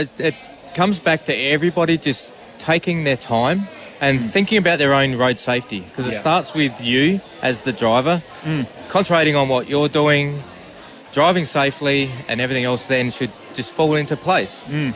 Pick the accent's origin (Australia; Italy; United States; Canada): Australia; South Australia; I grew up in the Riverland, so I'm a country lad, so I've been to plenty of field